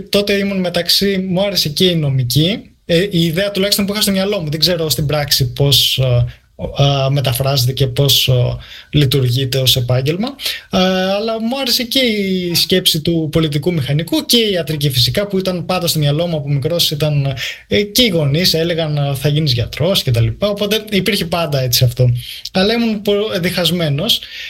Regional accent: Larissa, Thessaly, Greece; moved away as an adult; now in Philadelphia, United States; γεννήθηκα και μεγάλωσα στη Λάρισα, προερχόμενος από μια μεσοαστική, θα λέγαμε, οικογένεια

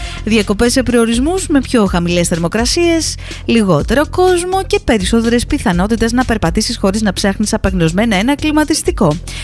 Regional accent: Greece; Ίσως γιατί είμαι Ελληνίδα, οπότε έχω μάθει στο ελληνικό καλοκαίρι

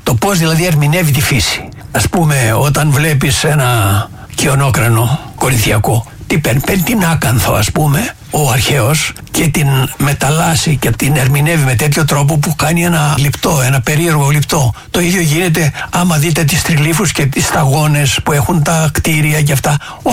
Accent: Greece

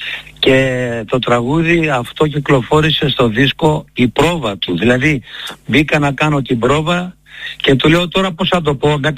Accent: Greece; born there; also born or lived in Kazakhstan; ήρθαμε στην πατρίδα μας, στην Ελλάδα μας, εδώ που ήταν το όνειρό μας

